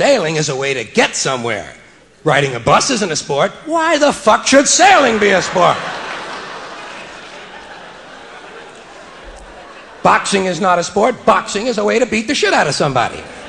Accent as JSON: {"language": "English", "country": "United States", "said": "I'm an American."}